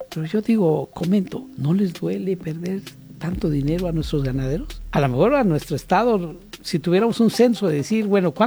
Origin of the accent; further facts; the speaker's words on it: Mexico; somos mexicanos